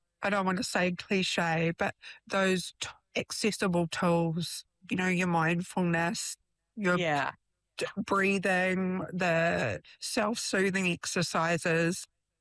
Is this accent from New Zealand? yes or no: yes; New Zealand; We're a Kiwi family, mostly.